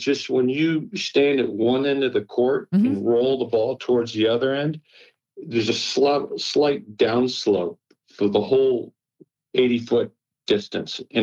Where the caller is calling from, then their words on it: Moraga, California, United States; I'm calling from Moraga, California.